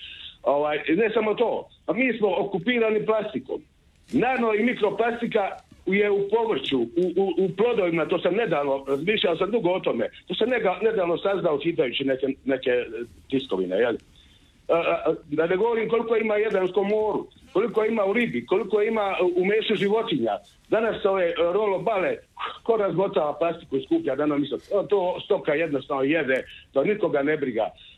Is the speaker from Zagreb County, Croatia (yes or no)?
no; Knin, Šibenik-Knin County, Croatia; Pa ja ću spomenuti, ja dolazim iz Knina, inače i sa Imoćanim.